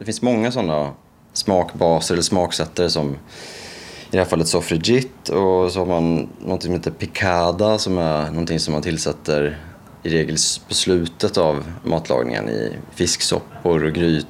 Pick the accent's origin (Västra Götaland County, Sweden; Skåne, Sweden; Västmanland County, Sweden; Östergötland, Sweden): Östergötland, Sweden; Norrköping; now in Stockholm, Sweden; och jag bor i Stockholm men jag kommer från Norrköping från början.